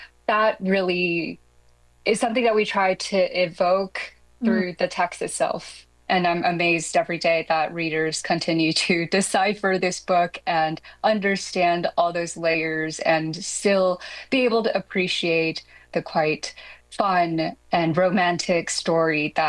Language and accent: English; Taiwan; Luckily for me, I grew up in Taiwan